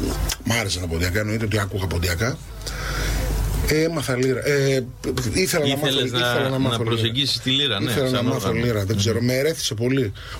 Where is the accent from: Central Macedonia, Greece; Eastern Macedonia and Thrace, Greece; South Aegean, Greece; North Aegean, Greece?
Central Macedonia, Greece; Thessaloniki; born there; also born or lived in Agioneri, Kilkis; εγώ κατάγομαι από το παλιό Αγιονέρι Κιλκής. Γεννήθηκα Θεσσαλονίκη. Μένω Θεσσαλονίκη, καταγωγή μου είναι από εκεί. Είμαι παντρεμένος, έχω δύο παιδιά.